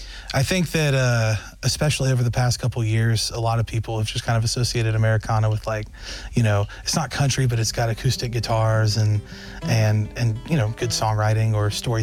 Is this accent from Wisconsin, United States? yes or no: no; Marietta, Georgia, United States; from Marietta, Georgia, and I play country adjacent music.